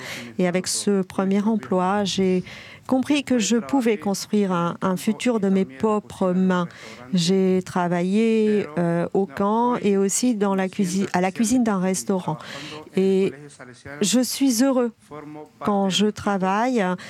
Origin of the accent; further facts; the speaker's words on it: Morocco; now in Canary Islands, Spain; je viens du Maroc, j'ai 24 ans. Je suis arrivé aux Canaries en 2020.